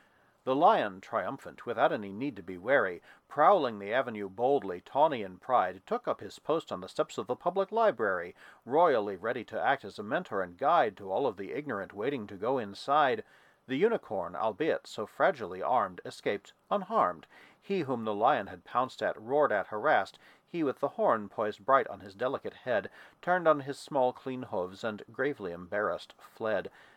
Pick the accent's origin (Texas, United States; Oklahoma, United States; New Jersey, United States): Texas, United States; as a Texan